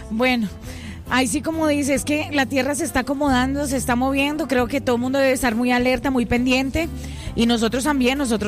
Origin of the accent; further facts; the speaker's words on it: Armenia, Quindío, Colombia; born there; En mi misma Armenia, en mi ciudad milagro. No, mejor dicho, amo mi Colombia.